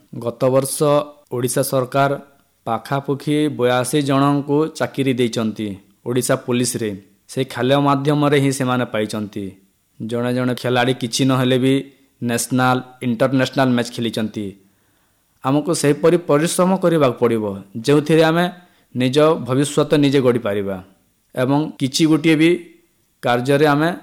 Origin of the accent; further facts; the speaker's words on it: Sarian, Odisha, India; ଦେଖନ୍ତୁ, ମୁଁ ଯେଉଁ ଗାଁରୁ ଆସିଛି, ଆମ ଗାଁର ନାମ ହେଉଛି ସରିଆଁ।